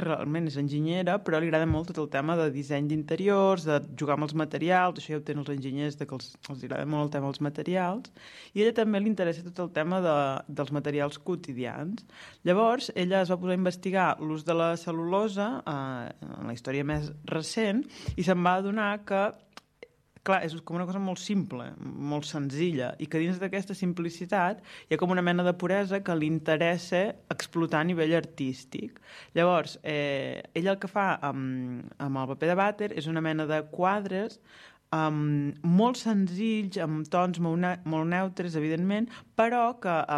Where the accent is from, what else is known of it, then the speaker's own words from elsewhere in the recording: Blancafort, Catalonia, Spain; Recordo que quan era petita hi va haver una exposició i passarel·la al meu poble, crec que primera i última vegada de la meva vida que he vist a Blancafort fer una passarel·la de moda